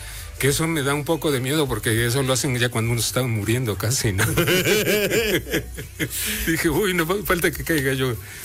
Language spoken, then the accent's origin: Spanish; Puebla, Mexico; moved away as an adult; now in Spain; yo soy poblano.